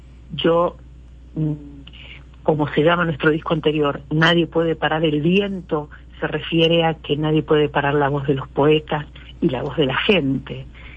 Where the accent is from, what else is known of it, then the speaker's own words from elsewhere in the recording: Mendoza, Argentina; yo soy mendocina